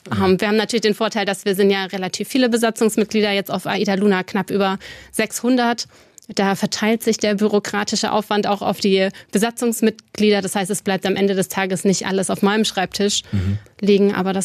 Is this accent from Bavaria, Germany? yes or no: yes; Bavaria, Germany; born there; moved away; also born or lived in Mannheim; Und habe da meine ersten Lebensjahre auch verbracht. Und dann sind wir aus familiären Gründen zur Familie meiner Mama nach Oberfranken, nach Bayern gezogen. Und ich habe meine Ferien aber immer hier verbracht, bei meinen Großeltern am Rhein.